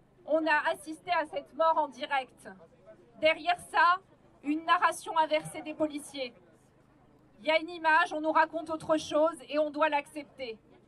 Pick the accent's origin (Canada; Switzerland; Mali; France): France; Pierrefitte-sur-Seine, Île-de-France; Moi, j'ai grandi à Pierrefitte, j'ai fait mon lycée à Paul-Éluard, à Saint-Denis.